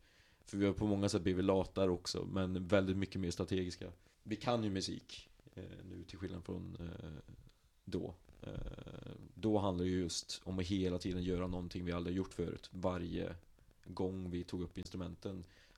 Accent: Arvika, Värmland, Sweden; det är mycket på grund av att vi kommer från Arvika liksom

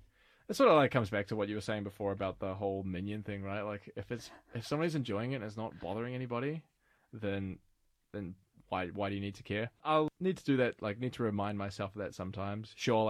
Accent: New Zealand; moved away as an adult; now in Sweden; I come from New Zealand

